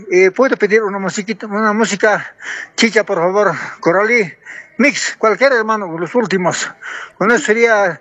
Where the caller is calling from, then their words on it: La Paz, Bolivia; en mi departamento de La Paz, tiene 20 provincias. En 20 provincias somos, 19 provincias somos aymara. Yo también soy aymara.